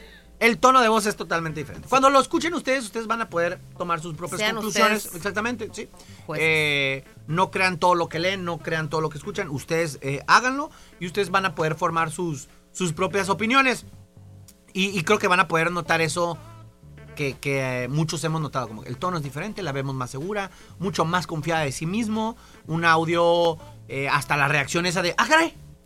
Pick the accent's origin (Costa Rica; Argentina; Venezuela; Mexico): Mexico